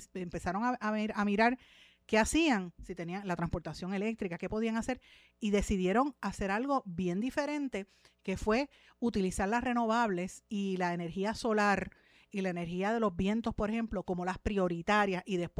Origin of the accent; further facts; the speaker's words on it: Guaynabo, Puerto Rico; en mi pueblo de Guaynabo